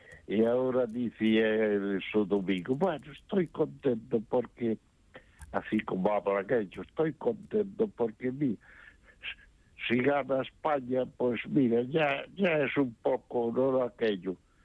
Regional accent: Galicia, Spain; accent: Galician; eu son galego falante, teño, ai, é un acento bonito.

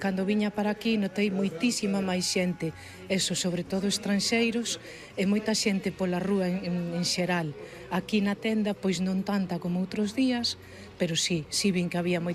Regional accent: Arteixo, Galicia, Spain; Sí, eu son de Arteixo. E daquela vou a ver pois ali na miña zona.

